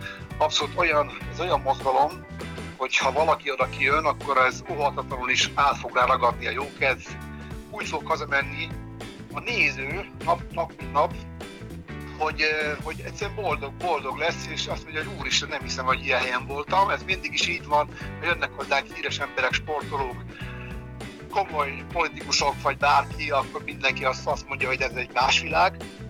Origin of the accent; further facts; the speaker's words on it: Hungary; magyarok vagyunk